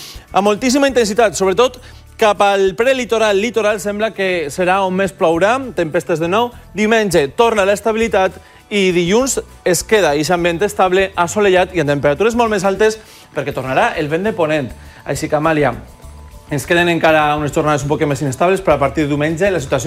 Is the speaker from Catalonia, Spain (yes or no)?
no; Casas Bajas, Valencian Community, Spain; al meu poble el cel tapat per aquestes boires que queden un poquet més altes, a Cases Bajas, al Racó de Mus